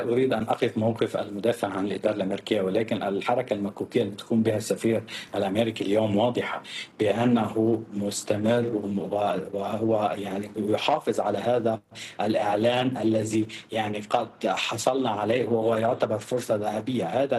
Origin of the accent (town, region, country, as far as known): Lebanon